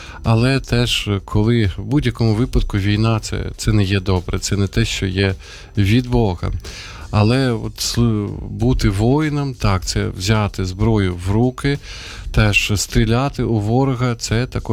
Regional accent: Sumy, Sumy Oblast, Ukraine; от я родом із Сум, і досить часто, ну, раз на два місяці точно в Сумах буваю

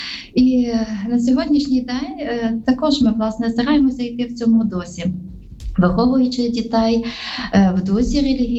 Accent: Khmelnytskyi Oblast, Ukraine; Я сама з Хмельниччини.

